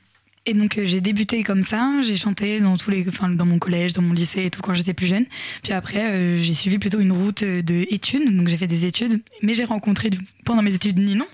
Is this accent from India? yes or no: no; Normandy, France; moved away as an adult; now in Paris, France; je suis retournée en Normandie parce que je suis originaire de Basse-Normandie.